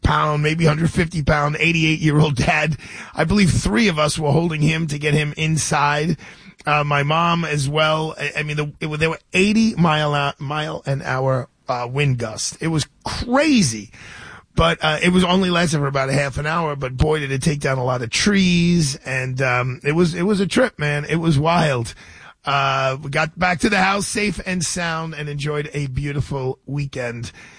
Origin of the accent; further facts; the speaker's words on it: New York City, New York, United States; born there; I live one block away from Shore Road in Bay Ridge, right under the Verrazano Bridge. I was born in Fort Hamilton Army Base.